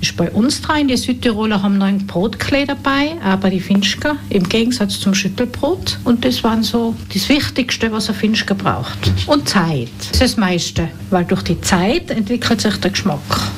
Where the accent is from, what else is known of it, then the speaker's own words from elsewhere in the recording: Innsbruck, Tyrol, Austria; Also bei uns in Innsbruck ist es also so, dass die Mädels kriegen die Hennen, die Burschen kriegen die Hasen und das soll einfach Glück bringen.